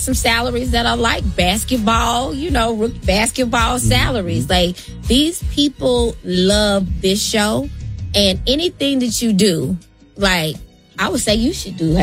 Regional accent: Memphis, Tennessee, United States; And then I'm from Memphis. Like we're like, you know, no nonsense.

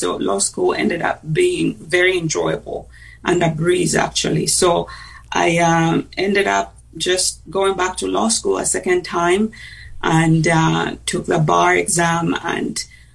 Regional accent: Uganda; moved away as an adult; also born or lived in England; now in United States; Well, I went to law school back in my home country in Uganda. And when I got married, I moved to England, and eventually, as you pointed out, I moved to the US and moved to Alabama.

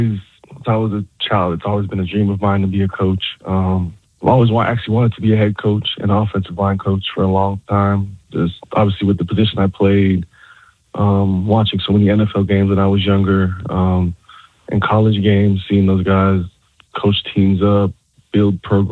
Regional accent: Fort Lauderdale, Florida, United States; also born or lived in Indian River County; I'm originally from Fort Lauderdale. So that's what I was used to. We moved up right before high school. Just very quiet.

